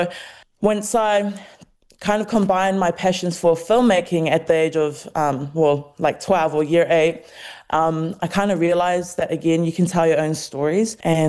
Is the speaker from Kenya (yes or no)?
no; Taiwan; While growing up in Taiwan overseas, my connection back home was just like watching films.